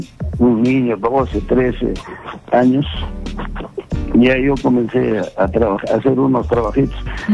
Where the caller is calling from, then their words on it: Cajamarca, Peru; ellos viven en Lima, yo vivo en Cajamarca.